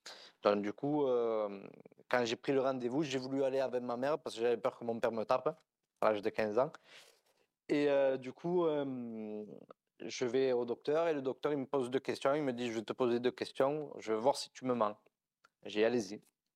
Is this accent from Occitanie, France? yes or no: yes; Narbonne, Occitanie, France; Donc du coup, après à l'âge de 12-13 ans, j'ai voulu suivre mon père sur Sigean. Parce qu'à la base, j'étais de Narbonne.